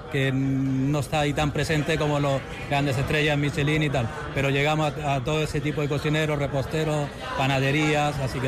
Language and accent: Spanish; Balearic Islands, Spain; vengo de Islas Baleares, Mallorca